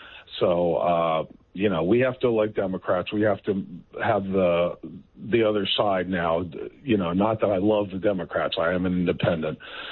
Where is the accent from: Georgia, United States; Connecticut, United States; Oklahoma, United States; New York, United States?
New York, United States; now in Nyack, United States; So I grew up in New York.